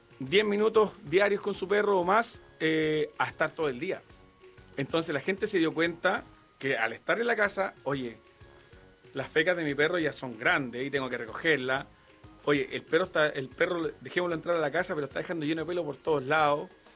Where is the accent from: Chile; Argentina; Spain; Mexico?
Chile; Cunco, Araucanía; born or raised there